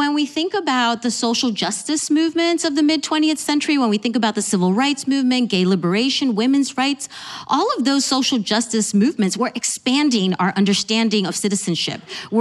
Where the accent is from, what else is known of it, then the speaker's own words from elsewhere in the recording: New Jersey, United States; So I like to tell people I grew up in the United Nations of Latinos, located in New Jersey, not sure. That far from the UN.